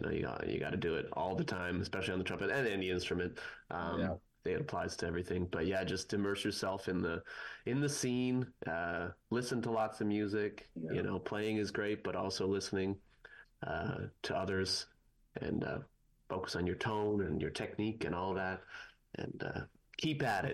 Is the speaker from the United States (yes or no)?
no; Nova Scotia, Canada; I'm from Nova Scotia.